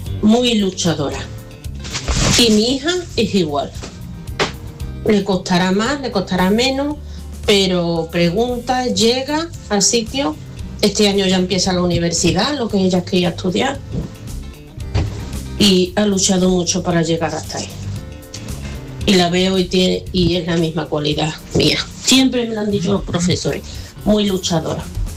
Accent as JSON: {"language": "Spanish", "town": "Seville", "region": "Andalusia", "country": "Spain", "said": "Buenos días … de Sevilla."}